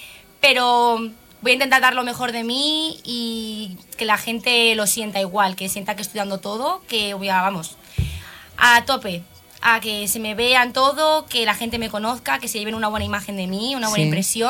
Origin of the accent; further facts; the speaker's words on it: Ciudad Real, Castilla-La Mancha, Spain; yo como mujer manchega que soy, nacida en Ciudad Real, además, como digo, manchega por los cuatro costados